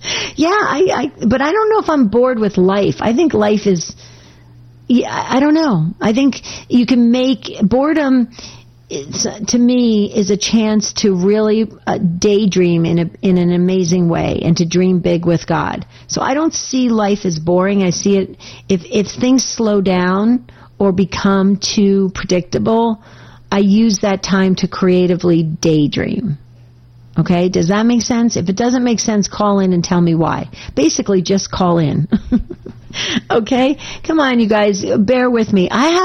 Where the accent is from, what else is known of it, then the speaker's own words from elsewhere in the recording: New Jersey, United States; now in Arizona, United States; This is when I grew up in Jersey. We don't have any grass in Arizona.